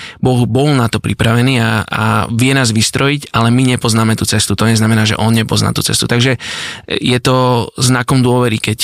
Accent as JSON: {"language": "Slovak", "town": "Bratislava", "region": "Bratislava Region", "country": "Slovakia", "tie": "born there", "said": "Narodil som sa v Bratislave"}